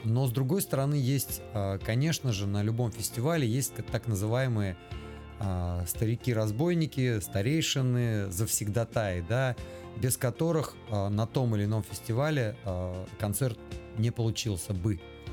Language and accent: Russian; Chistopol, Tatarstan, Russia; Я родом из Чистополя, я уже не раз это говорил, я этим горжусь и никогда не скрываю.